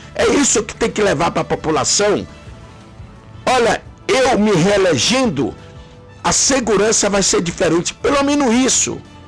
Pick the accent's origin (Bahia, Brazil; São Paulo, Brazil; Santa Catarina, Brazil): Bahia, Brazil; Para nós que somos baianos